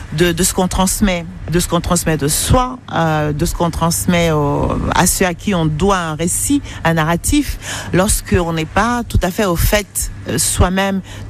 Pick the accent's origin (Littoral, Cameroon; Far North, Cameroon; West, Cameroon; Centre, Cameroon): Littoral, Cameroon; Douala; moved away; j'ai grandi, je suis née, j'ai grandi à Douala, j'ai appris à lire là-bas